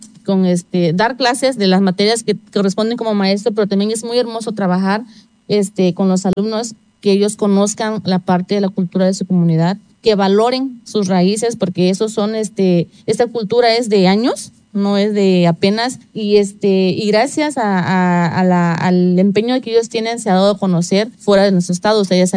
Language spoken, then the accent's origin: Spanish; Cochoapa, Guerrero, Mexico; soy originaria de Cochuapa, pero estoy trabajando aquí como docente en el Bachillerato Intercultural Plantel 08 Zacualpan.